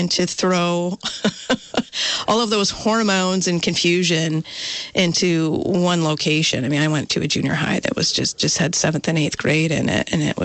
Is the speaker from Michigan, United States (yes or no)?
yes; Michigan, United States; now in Vermont, United States; My boss, I came from Western Michigan, worked for Wolverine Worldwide, and my former boss there came to Vermont to work for Merrell Footwear here in Vermont.